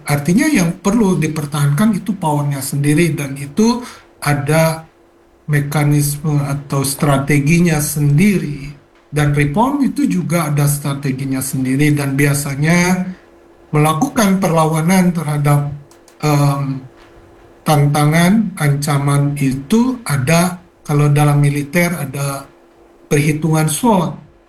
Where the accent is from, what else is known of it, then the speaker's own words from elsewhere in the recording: Malang, East Java, Indonesia; kita sebagai warga Malang.